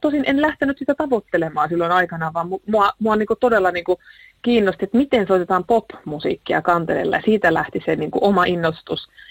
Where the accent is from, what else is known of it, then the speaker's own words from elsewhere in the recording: Oulainen, North Ostrobothnia, Finland; mä oon Oulaisissa syntynyt ja kasvanut